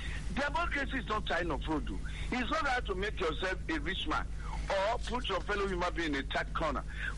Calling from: Benin City, Edo, Nigeria; speaking from Benin City.

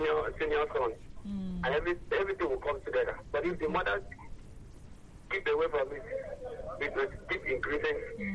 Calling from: Lupeju, Lagos, Nigeria; I'm calling from Lupeju.

